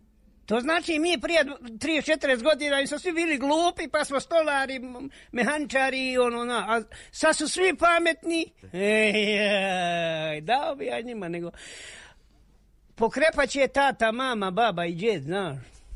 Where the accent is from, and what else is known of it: Konjic, Federation of Bosnia and Herzegovina, Bosnia & Herzegovina; now in Višegrad, Bosnia and Herzegovina